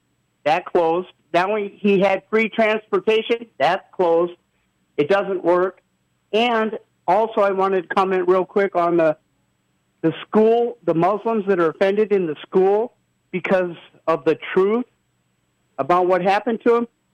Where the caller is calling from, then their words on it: Ohio, United States; I listen to it in Ohio on Clean Air FM.